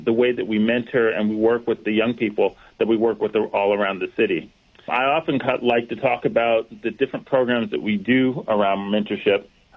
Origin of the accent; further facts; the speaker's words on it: New York City, New York, United States; being a New Yorker, having been here when 9/11 took place